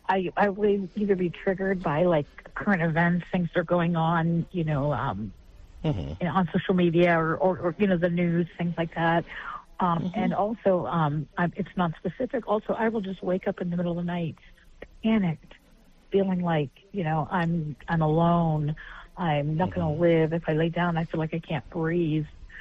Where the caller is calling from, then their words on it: Columbus, Ohio, United States; Hi, I'm calling from the Columbus, Ohio area.